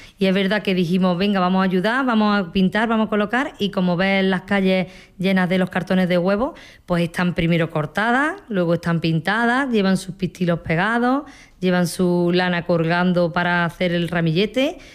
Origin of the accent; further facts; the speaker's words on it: Villanueva del Duque, Andalusia, Spain; born there; de Villanueva del Duque, soy vecina y concejala de esta localidad. Nací aquí, vivo aquí